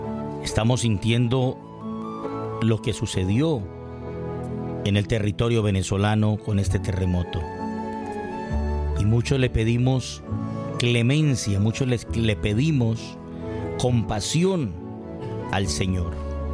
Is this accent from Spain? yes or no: no; Colombia; Y eso es lo que debemos de pedir nosotros como colombianos.